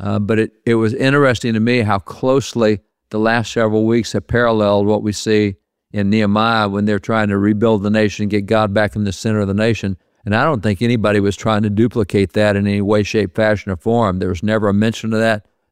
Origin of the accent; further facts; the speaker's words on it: Texas, United States; as a Texan